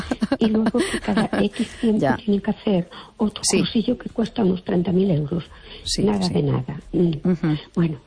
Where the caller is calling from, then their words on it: Fene, Galicia, Spain; Hola, buenas noches.